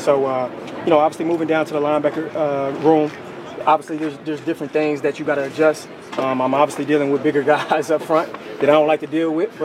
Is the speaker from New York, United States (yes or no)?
no; Dallas, Texas, United States; I'm from Dallas, born and raised